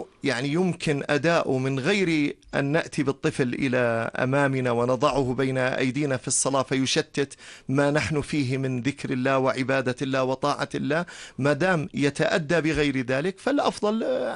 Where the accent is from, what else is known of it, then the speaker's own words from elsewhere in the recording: Jordan; بلدنا الأردن الغالي على قلوبنا